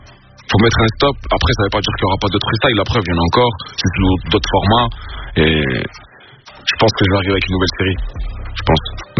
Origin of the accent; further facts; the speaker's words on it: Lille, Hauts-de-France, France; Mais il faut pas oublier qu'on vient de Lille